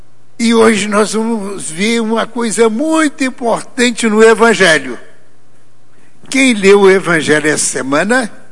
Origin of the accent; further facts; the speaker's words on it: Lima Duarte, Minas Gerais, Brazil; moved away; lá de Lima Duarte, da minha terra